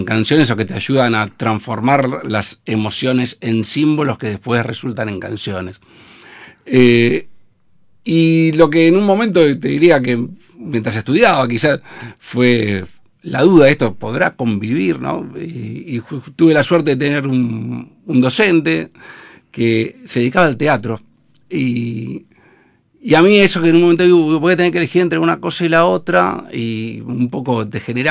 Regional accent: Buenos Aires, Argentina; born there

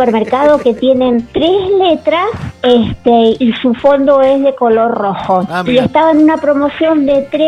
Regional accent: Buenos Aires, Argentina; Hola Marce y equipo … de Villa Pueyrredón.

